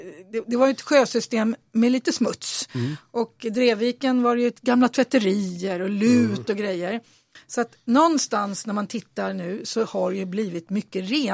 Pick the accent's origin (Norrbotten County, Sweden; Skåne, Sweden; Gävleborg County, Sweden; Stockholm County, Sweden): Stockholm County, Sweden; Bollmora; för jag är ändå uppväxt i Bollmora och jag kommer inte ihåg de här grejerna